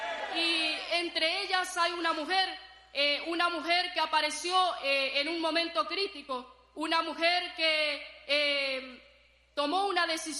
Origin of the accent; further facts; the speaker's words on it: Itacurubí de la Cordillera, Cordillera, Paraguay; Soy de Itacurubí, de la cordillera.